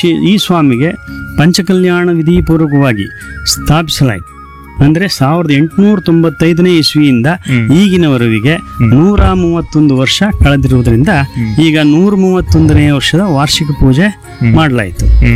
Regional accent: Saragur, Karnataka, India; ಸರಗೂರಿನವರೇ ಆದಂಥ … ನಾನು ಪರಿಚಯನ ಮಾಡ್ಕೊಂಡೆ.

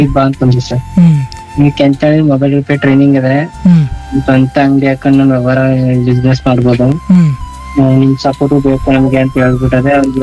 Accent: Mysore district, Karnataka, India; ಹೆಚ್ಚಿಕೋಟೆ ತಾಲೂಕು ಮೈಸೂರು ಜಿಲ್ಲೆ ವಿಲೇಜ್ ಸತ್ಕೇಹುಂಡಿ.

